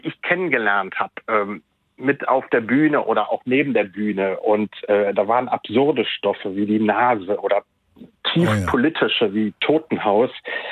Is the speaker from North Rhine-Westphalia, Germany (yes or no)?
yes; Cologne, North Rhine-Westphalia, Germany; Ja, ich rufe als Kölner natürlich mit einem lachenden und einem weinenden Auge